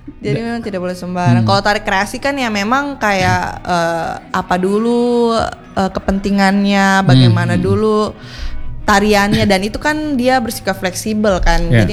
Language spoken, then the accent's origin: Indonesian; Sulawesi, Indonesia; also born or lived in Bali; Kebetulan saya ini juga orang Bali. Bali. Tapi saya besarnya di Sulawesi.